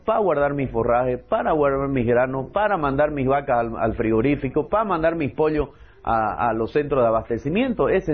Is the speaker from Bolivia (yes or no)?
yes; Bolivia; para que tengamos como bolivianos toda la calidad y el volumen necesario